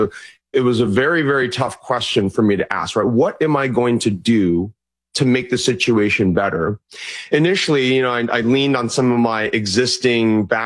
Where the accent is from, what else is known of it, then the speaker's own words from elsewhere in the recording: Mission Viejo, California, United States; now in San Francisco, United States; You know, I grew up in Orange County in Mission Viejo, I went to school in L.A. now, and then went to grad school in Monterey. I live here in San Francisco. So I'm a native Californian, born and bred here.